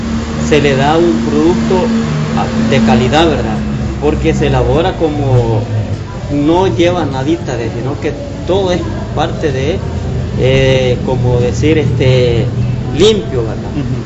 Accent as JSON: {"language": "Spanish", "town": "Berlín", "region": "Usulután", "country": "El Salvador", "said": "vengo de la comunidad del Tablón, distrito de Berlín."}